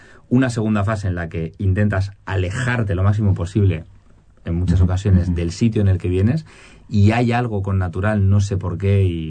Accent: Candasnos, Aragon, Spain; moved away as an adult; Es un pueblo del sur de Huesca. Y bueno, viví ahí hasta los 18 años.

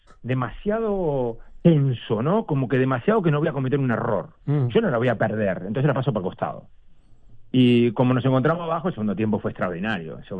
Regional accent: Uruguay; somos uruguayos

